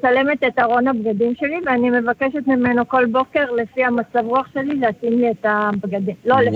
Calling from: Netanya, Central District, Israel; אני נתניה. כן. בת 60.

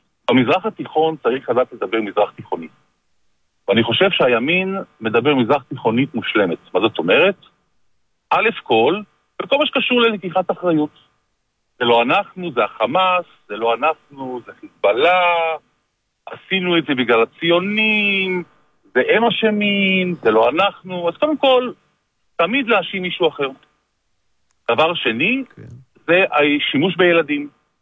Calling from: Jezreel Valley, Northern District, Israel; אני מהצפון, עמק ישראל.

